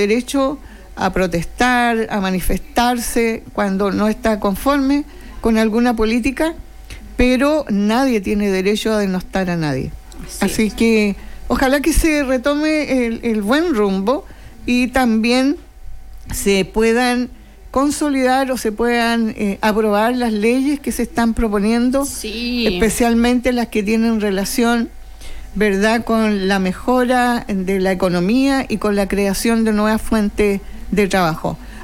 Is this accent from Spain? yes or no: no; Chile